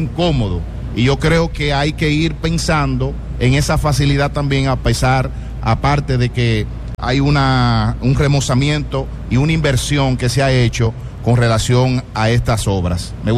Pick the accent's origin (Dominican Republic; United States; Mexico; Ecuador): Dominican Republic; Santo Domingo Este, Santo Domingo; yo soy de aquí de Santo Domingo Este